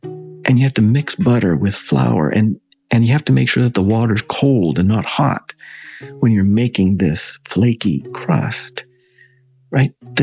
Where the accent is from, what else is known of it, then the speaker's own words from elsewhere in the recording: Alberta, Canada; I mean, I grew up in Southern Alberta, and so the Rockies were my Western horizon